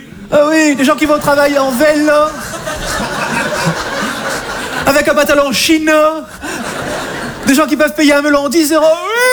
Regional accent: Monbazillac, Nouvelle-Aquitaine, France; Alors moi, je vais me présenter, je viens de Montbazillac dans le sud-ouest de la France, vous connaissez?

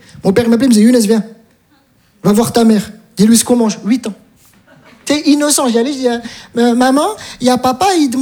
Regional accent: Metz, Grand Est, France

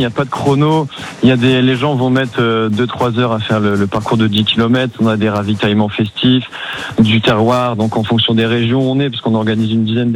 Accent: Hauts-de-France, France; Et après, vu qu'on est du Nord, on en fait côté de Valenciennes, tout ça.

